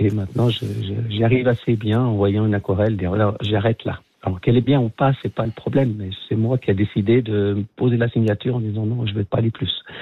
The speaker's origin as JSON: {"language": "French", "region": "Vaud", "country": "Switzerland", "said": "Les vaudoiseries, puisque je suis vaudois d'origine, donc, et que je l'ai fait aussi par rapport à... j'habite à la campagne"}